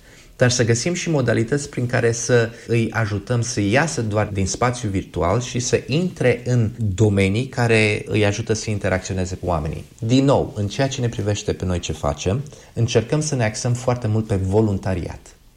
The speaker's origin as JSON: {"language": "Romanian", "country": "Romania", "moved": "yes", "lives_now": "United Kingdom", "said": "Mai ales ca români, îmi aduc aminte când eram copil, cum te sărutau părinții sau bunicii sau bătrânele de la sat."}